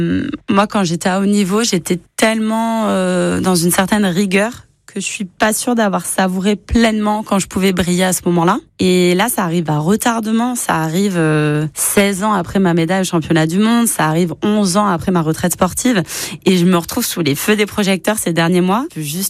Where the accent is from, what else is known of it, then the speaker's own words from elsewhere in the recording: Limoges, Nouvelle-Aquitaine, France; Mais ma base, c'est toujours resté Limoges. Moi, je suis Limougeaux de cœur et d'âme. Je suis née à Limoges. J'ai fait toutes mes études à Limoges